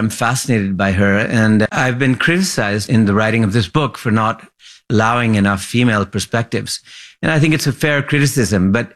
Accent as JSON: {"language": "English", "town": "Lahore", "region": "Punjab", "country": "Pakistan", "tie": "born or raised there"}